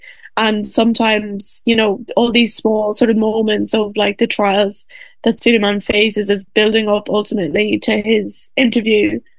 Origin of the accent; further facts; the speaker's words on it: Ireland; moved away as an adult; also born or lived in Dublin; now in France; I'm Irish